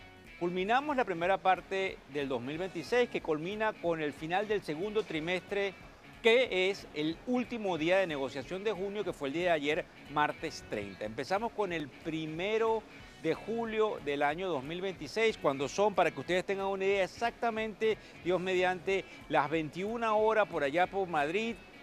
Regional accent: Venezuela; usted sabe que yo soy venezolano

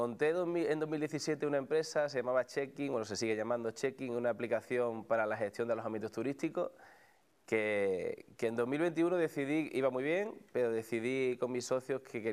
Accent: Huelva, Andalusia, Spain; Yo soy de una ciudad pequeña, soy de Huelva

